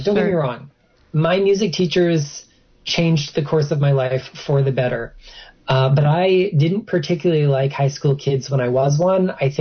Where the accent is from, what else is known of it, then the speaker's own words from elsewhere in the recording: Florida, United States; You know, I'm from Southeast Florida, a little teeny tiny sleeping kind of fishing village, and there's a lot of nature to be had. So I grew up with a really great love of all things from the natural world.